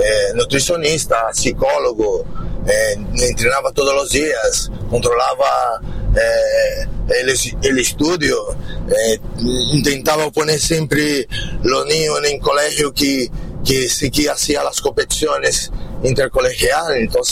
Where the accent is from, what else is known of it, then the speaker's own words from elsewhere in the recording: São Paulo, Brazil; moved away; yo soy de São Paulo, ¿no? Capital de Brasil, donde prácticamente mueve la economía de Brasil.